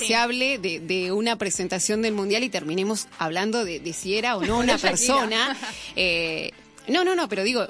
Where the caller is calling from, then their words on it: San Cristóbal, Argentina; Hola, gente linda de Radio Continental. Los escucho siempre. … de San Cristóbal.